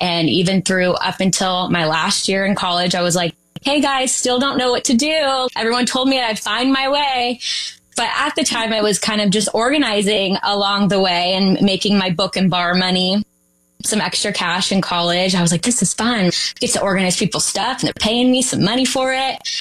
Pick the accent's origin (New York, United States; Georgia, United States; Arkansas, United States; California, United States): California, United States; born or raised there; now in Sacramento, United States